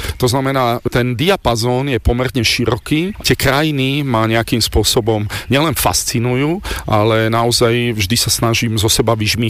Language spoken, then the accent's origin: Slovak; Trnava, Trnava Region, Slovakia; som začal vnímať Trnavu nielen ako rodák